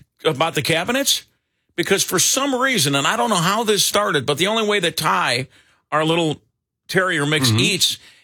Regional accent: Chicago, Illinois, United States; But Chicago is my hometown, and I love it.

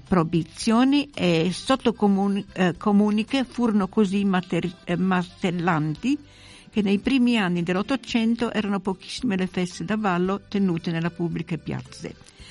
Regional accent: Friuli-Venezia Giulia, Italy; durante la mia infanzia in Friuli

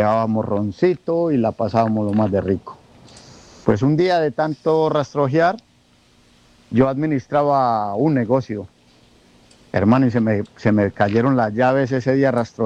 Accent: Rionegro, Antioquia, Colombia; Yo soy de Río Negro

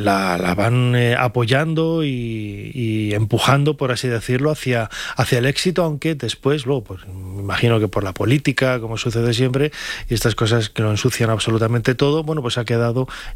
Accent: León, Castile and León, Spain; born there; now in Madrid, Spain; yo que nací en León, si Madrid tiene algo, ¿no?

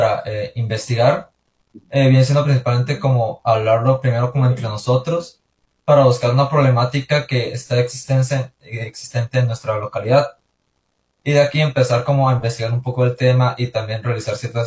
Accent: Colorado, Guanacaste, Costa Rica

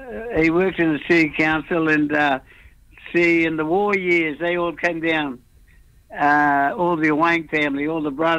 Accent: Mackay, Queensland, Australia; also born or lived in Townsville; our grandfather, he's a Malayan. So we grew up here in Mackay with the Malay community.

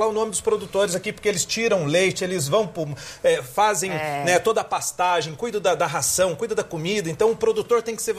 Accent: Liberdade, Minas Gerais, Brazil; also born or lived in Cruzília; Eu nasci em Cruzília, né, fui criado em Liberdade, Augusto Pestana, que pertence à comarca de Eiruoca, né? E como um bom mineiro, sou um apaixonado por queijo.

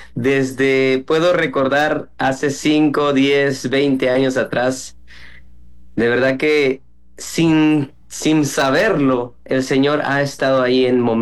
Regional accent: Guatemala; now in Miami, United States; Sí, soy de Guatemala, pero radico en Miami ahora.

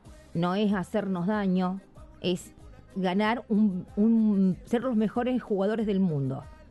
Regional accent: Argentina; Scaloni es nuestro, todos los demás también son nuestros. Todos, sí, todos, chicas, todos son nuestros. Somos argentinos.

